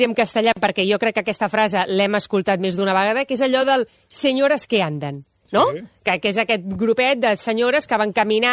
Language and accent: Catalan; Badalona, Catalonia, Spain; és que jo que sóc de Badalona, és veritat que les veig sempre amb el carrito de la compra